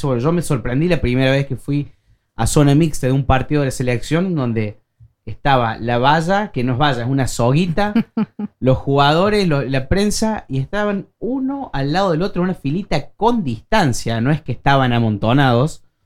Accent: Río Cuarto, Córdoba, Argentina; moved away as an adult; now in Oslo, Norway; también para los que no me conocen, periodista deportivo, vengo de Río Cuarto, Córdoba, llegué acá a Oslo hace 3 años. Como todo argentino

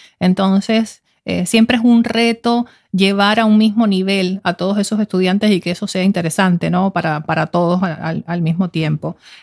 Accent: Cuba; now in Norway; soy la primera cubana que escribe desde Noruega sobre Cuba.

